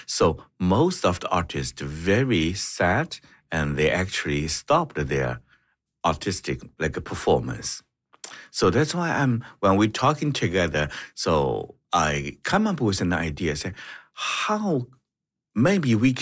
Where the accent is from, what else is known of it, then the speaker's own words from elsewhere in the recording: China; English is a second language; now in Canada; Originally, I'm come from China.